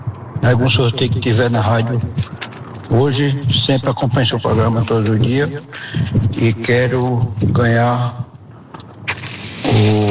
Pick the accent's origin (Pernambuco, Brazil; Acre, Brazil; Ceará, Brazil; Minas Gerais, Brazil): Pernambuco, Brazil; Recife; porque eu sou de Recife, mas eu não torço pro esporte, não.